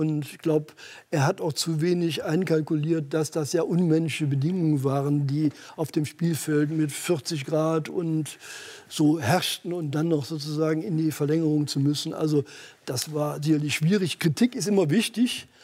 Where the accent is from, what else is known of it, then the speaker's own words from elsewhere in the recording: Mönchengladbach, North Rhine-Westphalia, Germany; born there; now in Cologne, Germany; Ich bin gebürtiger Mönchengladbach und hatte das Glück.